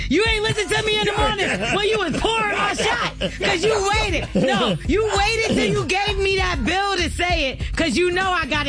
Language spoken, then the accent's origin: English; Brooklyn, New York, United States; Because Golden Crest, I'm from Brooklyn.